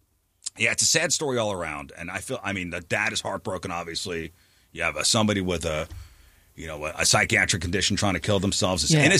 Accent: East Coast, United States; moved away as an adult; now in St. Louis, United States; I'm from the East Coast.

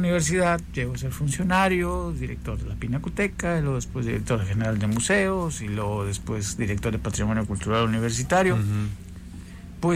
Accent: Colima, Mexico; Yo soy del Parque

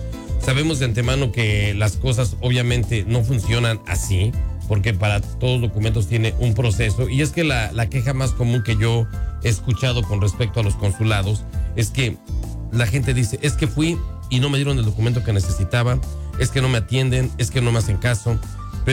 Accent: Mexico

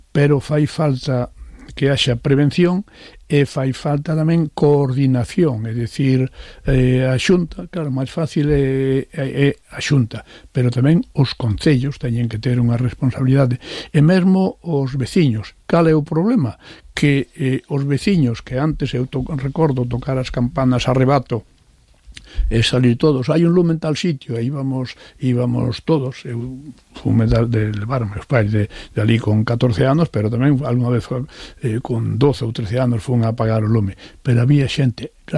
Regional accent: Sober, Galicia, Spain; born there; Mire, eu son nacín en Vigo, pero nacín en Sober.

